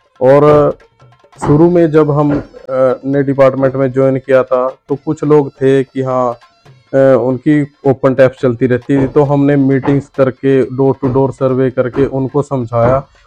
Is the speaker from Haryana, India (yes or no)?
yes; Ambala, Haryana, India; गांव के जो हमारे अम्बाला के निवासी हैं